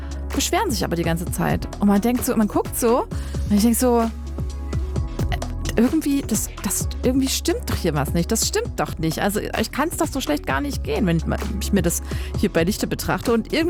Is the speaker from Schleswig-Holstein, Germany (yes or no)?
no; Leipzig, Saxony, Germany; als Leipzigerin